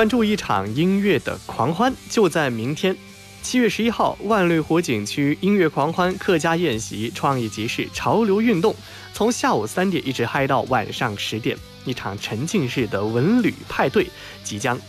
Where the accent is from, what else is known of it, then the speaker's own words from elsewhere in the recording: Chetian, Guangdong, China; 来自我的家乡车田的